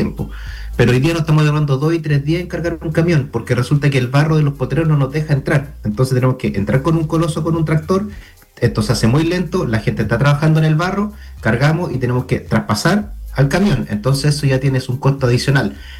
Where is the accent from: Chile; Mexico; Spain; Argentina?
Chile; cómo nos va a afectar a nosotros como chilenos